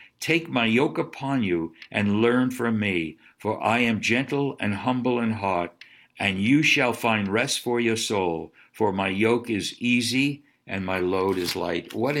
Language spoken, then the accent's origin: English; Brooklyn, New York, United States; growing up in Brooklyn, New York, you didn't see too many horse-drawn, what can I say, carriages or markets.